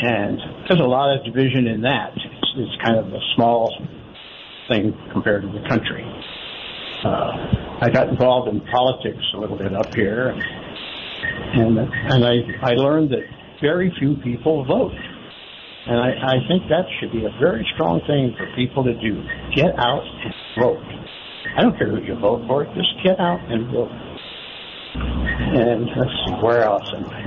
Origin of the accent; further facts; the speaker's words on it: Martinez, California, United States; now in Hidden Valley Lake, United States; No, I was born in Martinez, California.